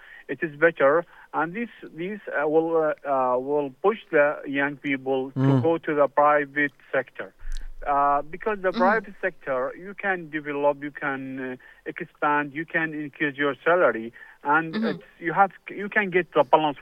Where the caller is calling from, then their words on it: Baghdad, Baghdad Governorate, Iraq; from Baghdad.